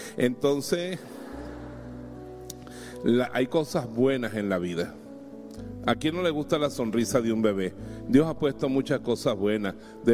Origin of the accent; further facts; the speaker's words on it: Bejuma, Carabobo, Venezuela; mi pueblo Bejuma era la antesala del cielo